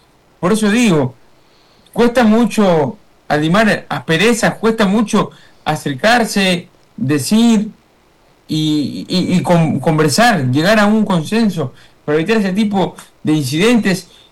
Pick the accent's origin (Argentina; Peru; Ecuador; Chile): Ecuador; para nosotros como ecuatorianos que queremos que Ecuador haga un gran torneo